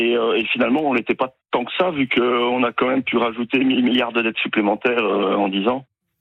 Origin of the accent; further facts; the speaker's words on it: Belgium; now in France; vu que je suis belge, mais que je vis en France depuis 10 ans.